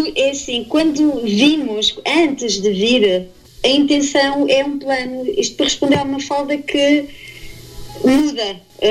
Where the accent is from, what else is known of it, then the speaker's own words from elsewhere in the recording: Portugal; sou de Portugal